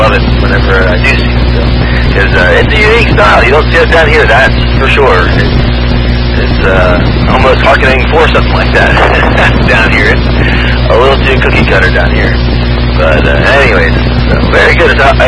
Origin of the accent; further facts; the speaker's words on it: Montgomery County, Pennsylvania, United States; moved away; growing up in Montgomery County, Pennsylvania, not Montgomery County, Maryland.